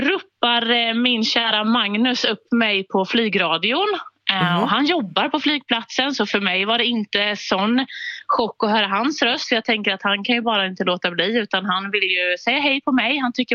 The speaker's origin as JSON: {"language": "Swedish", "region": "Småland", "country": "Sweden", "said": "Ja, men han är från Dalarna och jag är från Småland, så att vi landar någonstans mitt emellan."}